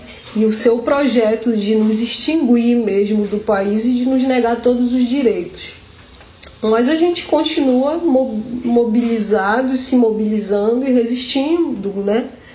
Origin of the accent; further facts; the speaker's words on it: Pará, Brazil; na região do Rio Bujaru, aqui no Pará, na região Guajarina, de onde eu sou